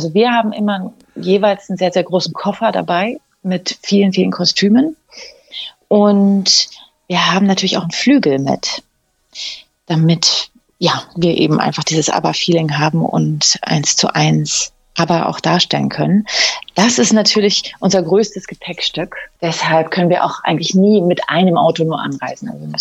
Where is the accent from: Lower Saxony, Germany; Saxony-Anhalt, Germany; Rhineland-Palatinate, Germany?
Saxony-Anhalt, Germany; Barby; moved away; Ich komme nämlich ursprünglich aus Sachsen-Anhalt, aus Barbie.